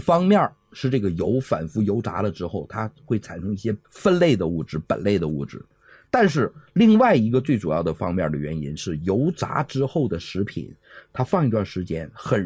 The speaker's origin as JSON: {"language": "Chinese", "region": "Northeast China", "country": "China", "said": "咱们东北话叫哈喇味儿，"}